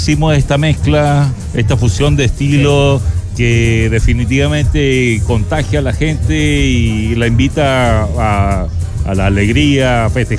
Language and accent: Spanish; Panama; now in Chile; Yo soy chileno, pero crecí en Panamá.